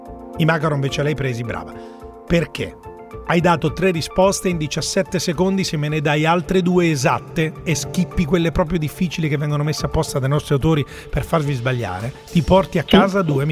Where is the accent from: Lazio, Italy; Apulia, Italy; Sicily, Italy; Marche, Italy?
Lazio, Italy; Rome; Sono romano